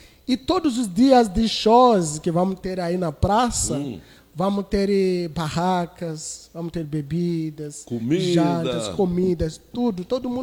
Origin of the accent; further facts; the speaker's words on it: Zambia; now in Cabo Frio, Brazil; Eu sou vigário paroquial e sou da Zâmbia.